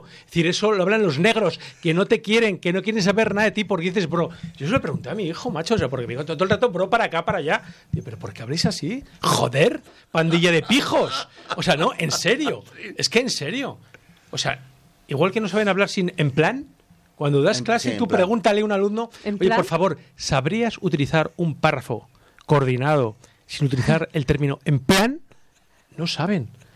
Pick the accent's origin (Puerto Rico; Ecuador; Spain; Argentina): Spain; Salamanca, Castile and León; yo que soy castellano o leonés, como dicen ahora estos gilipollas, soy salmantino